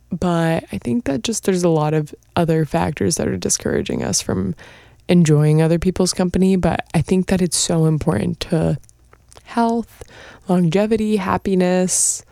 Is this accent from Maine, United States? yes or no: yes; Maine, United States; moved away; I'm from Maine